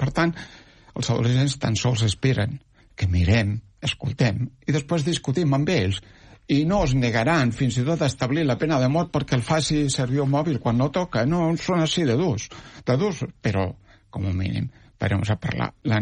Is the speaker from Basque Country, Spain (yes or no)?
no; Catalonia, Spain; jo sóc un quinqui del Baix Llobregat.